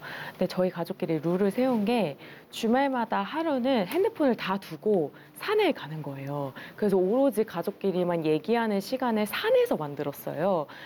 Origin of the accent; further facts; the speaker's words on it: South Korea; 어렸을 때부터 그 북한산에 살았었거든요. 그래서